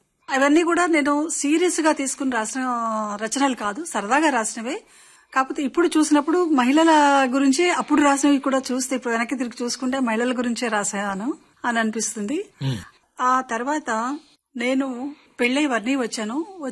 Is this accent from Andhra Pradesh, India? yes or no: no; Adilabad district, Telangana, India; also born or lived in Mancherial; now in Hyderabad, India; నేను పుట్టింది వరంగల్ జిల్లాలో అండి. తర్వాత బాల్యం అంతా జరిగింది ఆదిలాబాద్ జిల్లాలో ఓ అడవంచి పల్లెలో, లక్సరిపేట దగ్గరలోని బుద్ధిపల్లి అనే గ్రామం అన్నమాట. అక్కడ పెరిగాను.